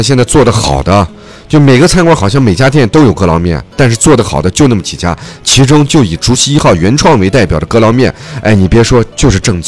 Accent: Xinjiang, China

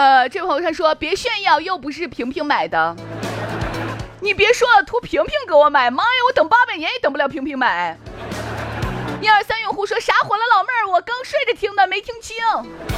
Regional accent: Shaanxi, China; 我们陕西话现在热度很高

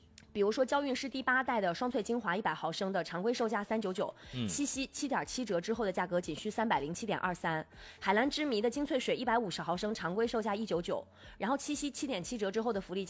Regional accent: Jiangxi, China; 我们江西人

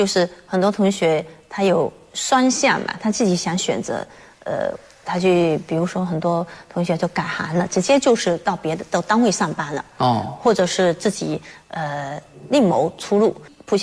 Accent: Fujian, China; 因为我们福建人都是爱说福建人嘛，就是这样喜欢这样讲话，我觉得挺可爱的。

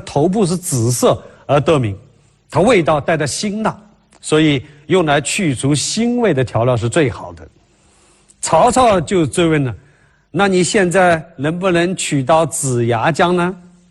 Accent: Jiangnan, China; 这并不是因为我是江南人啊，故意把自己的家乡的美食说得神乎神乎的。

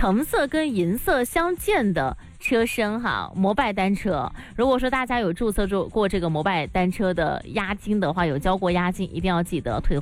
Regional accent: Guangdong, China; 我们广东人真的是需要注意一下哈

